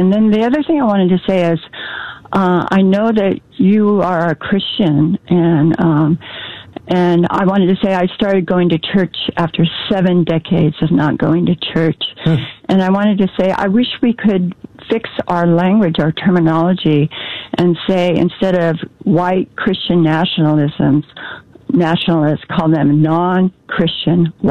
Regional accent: California, United States; I'm from Fire Country, California. We moved up here to Washington because our insurance went to $3,000 a month for fire.

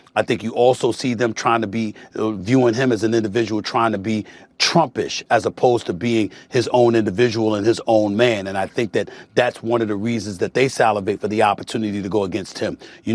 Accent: New York, United States; I'm here to tell you as a New Yorker that Andrew Cuomo, a three-term governor in the state of New York, could have easily handled the job of governing New York City as its mayor.

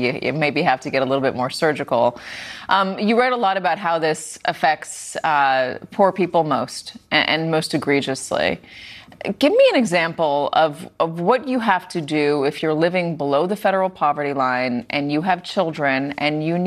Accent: United States; because I've lived here my whole life. Obviously, I'm an American.

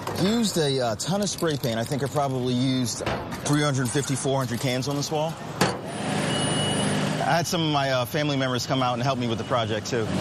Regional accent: Philadelphia, Pennsylvania, United States; I'm from Philadelphia, Pennsylvania. I grew up in North Philly.

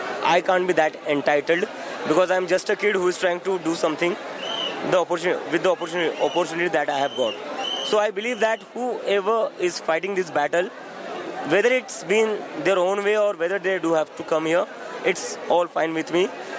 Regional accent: India; moved away as an adult; as an Indian student

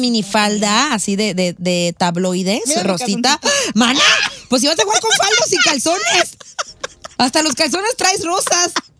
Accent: Mexico; uno como mexicano hace caldo

